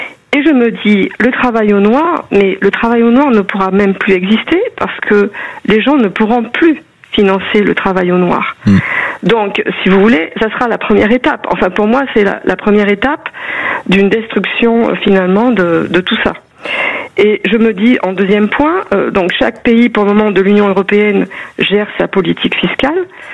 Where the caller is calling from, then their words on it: Bellerive-sur-Allier, Auvergne-Rhône-Alpes, France; De Bellerive-sur-Allier, c'est une petite commune qui est à 4 km de Vichy, dans l'Allier.